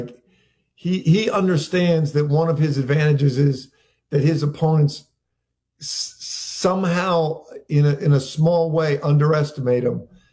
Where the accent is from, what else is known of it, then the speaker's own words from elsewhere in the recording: Philadelphia, Pennsylvania, United States; But still, I'm from Philly.